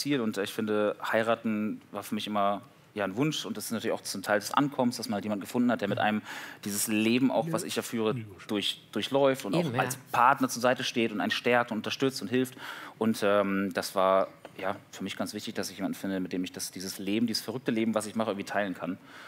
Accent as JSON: {"language": "German", "region": "Schleswig-Holstein", "country": "Germany", "tie": "born or raised there", "said": "habe ich nur so den Norden, also Ostholstein, Schleswig-Holstein ist meine Heimat. Da wohne ich auch wieder."}